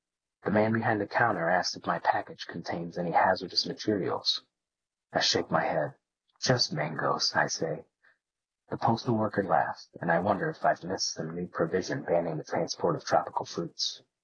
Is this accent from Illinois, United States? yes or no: no; Fort Myers, Florida, United States; I'm in line at the post office in Fort Myers, Florida, my hometown.